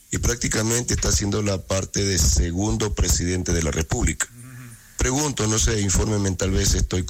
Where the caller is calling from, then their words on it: Ecuador; yo vivo en Ecuador, soy ciudadano ecuatoriano